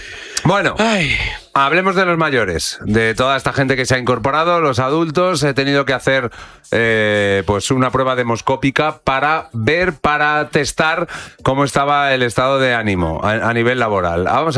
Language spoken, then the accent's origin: Spanish; Zaragoza, Aragon, Spain; Que estaba en mi pueblo, en Zaragoza